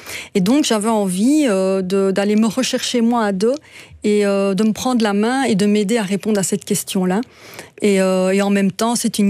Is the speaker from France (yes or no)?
no; Belgium; je suis belge